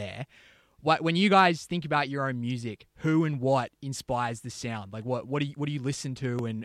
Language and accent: English; Sydney, New South Wales, Australia; I'm from the Northern Beaches as well